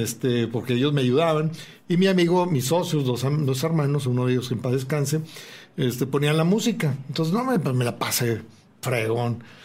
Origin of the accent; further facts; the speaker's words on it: Poza Rica, Veracruz, Mexico; cuando tenía 5, 7, 8 años de edad. Y los juntaban porque nací en Poza Rica, Veracruz.